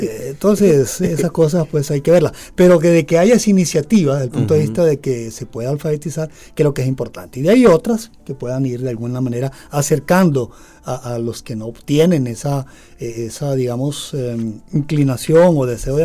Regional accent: Venezuela; born there; moved away; also born or lived in Honduras; caso mío, Venezuela.

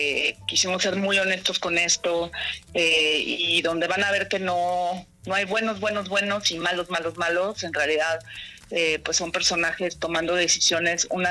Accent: Mexico; todos como mexicanos

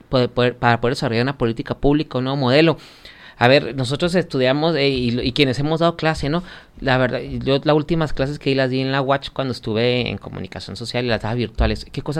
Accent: Mexico; necesitamos conocernos como mexicanos

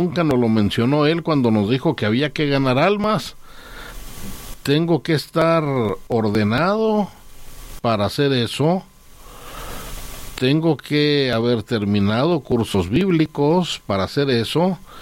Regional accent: Chihuahua, Mexico; No, le digo, yo vengo de Chihuahua.

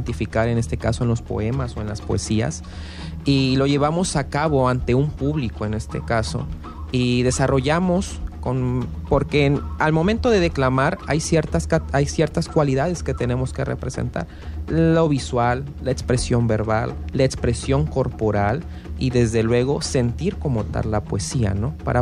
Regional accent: Villahermosa, Tabasco, Mexico; soy originario aquí de nuestra amada tierra, ¿no? Villahermosa, Tabasco.

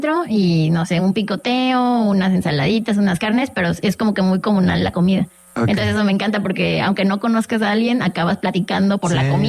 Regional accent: Mexico City, Mexico; now in Monterrey, Mexico; Pues mira, vengo de la Ciudad de México. Hace 3 meses que abrí un restaurante en la Mansión Guimbarda.

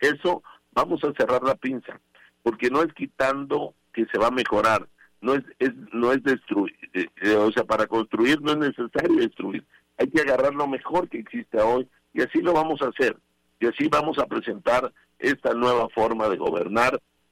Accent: Tabasco, Mexico; Soy una gente que tiene 47 años, soy ingeniero en sistemas de profesión, soy tabasqueño, he estudiado toda mi carrera, toda mi vida en escuelas públicas, vivo en la colonia más popular de Villahermosa, que es la colonia Primero de Mayo

